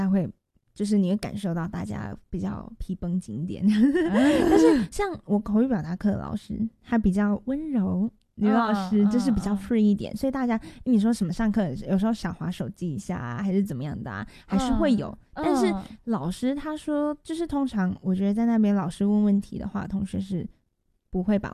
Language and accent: Chinese; Taiwan; 就台湾人啊，我就台湾人啊对啊，